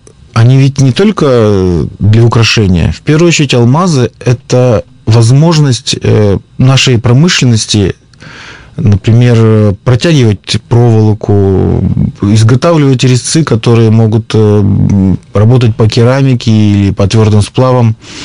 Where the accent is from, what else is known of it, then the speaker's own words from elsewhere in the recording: Perm, Perm Krai, Russia; я родился и вырос в Перми. Я, можно сказать, патриот Пермского края.